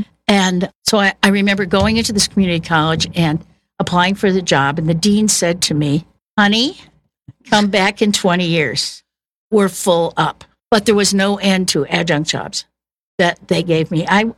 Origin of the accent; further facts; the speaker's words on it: Chicago, Illinois, United States; now in Kansas City, United States; I was originally from Chicago.